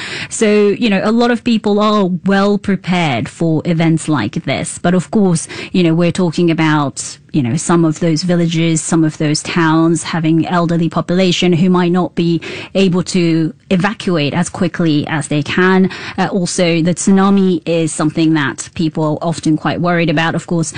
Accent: Japan; I remember growing up in Japan, even as a kid

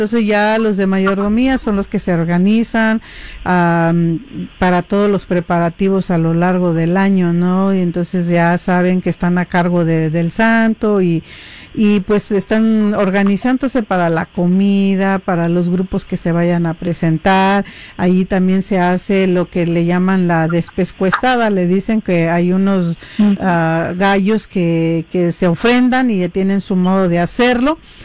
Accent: San Juan Mixtepec, Oaxaca, Mexico; now in Baja California, Mexico; Pues nosotros somos de Ñusnúbico, somos del pueblo donde bajan las nubes.

